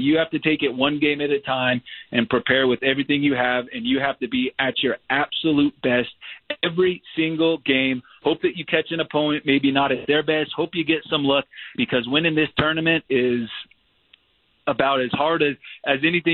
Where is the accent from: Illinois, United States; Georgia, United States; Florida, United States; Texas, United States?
Texas, United States; I grew up in Texas.